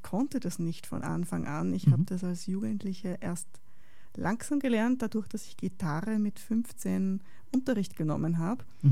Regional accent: Vienna, Austria; moved away; ich komme ja ursprünglich aus Wien

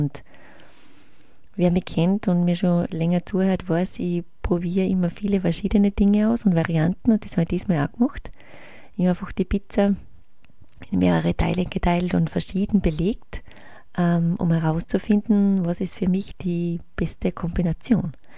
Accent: Austria; Ich habe den sonst, wie ich es gewohnt bin, aus Österreich einfach im Frühling gesetzt

